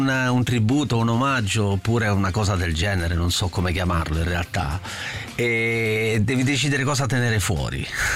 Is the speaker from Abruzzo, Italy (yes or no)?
yes; Atessa, Abruzzo, Italy; un po' il mio paese che è Atessa.